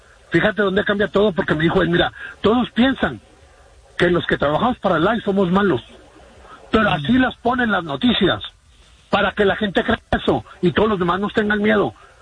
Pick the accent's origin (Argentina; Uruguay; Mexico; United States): United States; nosotros como yo estadounidense, de descendencia hispana